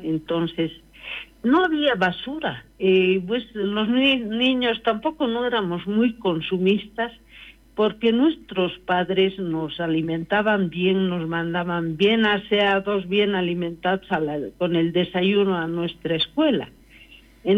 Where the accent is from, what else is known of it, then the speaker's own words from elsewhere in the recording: Oruro, Bolivia; soy orureña